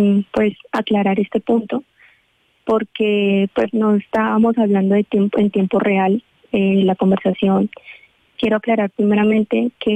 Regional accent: Tolima, Colombia; moved away; como vengo de tierra caliente, soy del Tolima

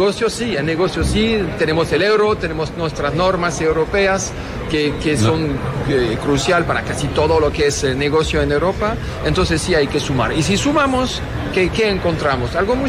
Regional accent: southern France, France; Spanish is a second language; moved away as an adult; also born or lived in Latin America; now in Colombia; Yo soy del sur de Francia, no tan lejos de España, de hecho. Pasaba parte de mis vacaciones en la frontera haciendo montañismo en los Pirineos, que son estas pequeñas montañas, claro, que nos unen entre España y Francia, y viví como 16, 17 años en América Latina.

